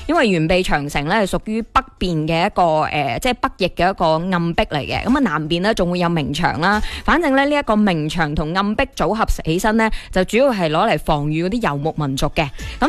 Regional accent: Guangdong, China; 我哋广东人最识食噶啦

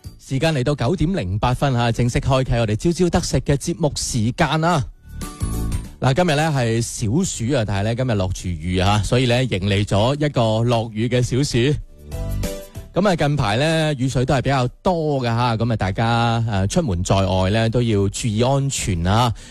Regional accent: Guangdong, China; 我哋广东人

